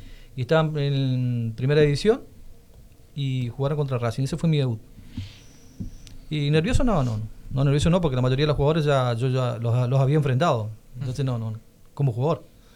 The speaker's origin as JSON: {"language": "Spanish", "region": "Santa Fe", "country": "Argentina", "said": "es un orgullo para nosotros de acá del norte"}